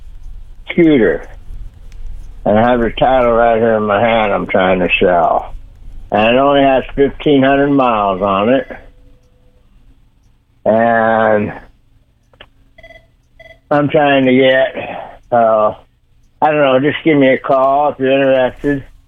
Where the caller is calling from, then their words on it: Downing, United States; Calling from Downing.